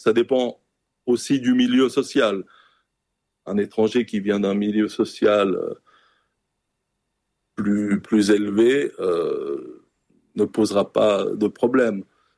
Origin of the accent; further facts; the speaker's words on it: Switzerland; also born or lived in Pakistan (father's origin) / Czech Republic (mother's origin); Moi je suis suisse de branche, hein, naturalisé suisse à 17 ans. J'ai un père qui était d'origine pakistanaise et une mère tchèque.